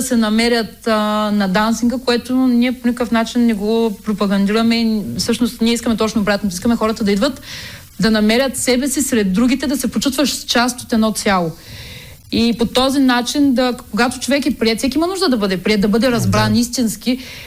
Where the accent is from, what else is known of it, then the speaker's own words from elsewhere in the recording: Varna, Varna Province, Bulgaria; И аз сме от Варна.